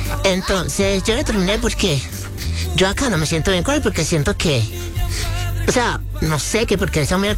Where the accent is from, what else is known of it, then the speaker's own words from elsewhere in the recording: Caribbean coast, Colombia; Yo soy costeña, soy de la costa.